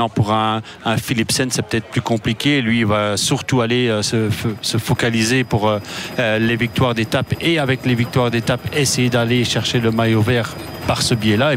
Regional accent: Belgium; Donc on a peut-être une chance aujourd'hui en tant que Belge.

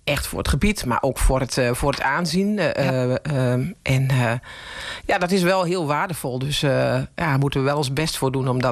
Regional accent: Gelderland, Netherlands; born there; moved away as an adult; now in Paasloo, Netherlands; Nou, ik ben ongeveer geboren op de Duitse grens, dus echt helemaal in de Achterhoek.

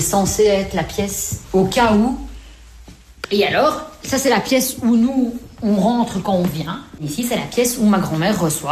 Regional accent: Belgium; Moi, je suis belge maintenant et j'ai grandi ici, je suis née ici.

